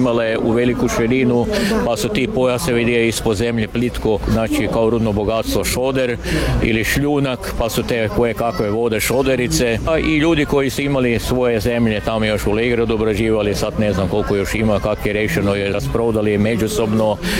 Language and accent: Croatian; Koprivnica, Koprivnica-Križevci County, Croatia; vodi zbor u župi Močile, uznesenje blažene Djevice Marije, iz koje sam ja župe, znači dosta u toj župi rođen u Koprivnici, a porijeklom iz Zagorja